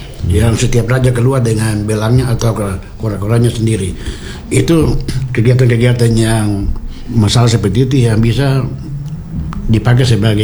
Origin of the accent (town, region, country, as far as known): Maluku, Indonesia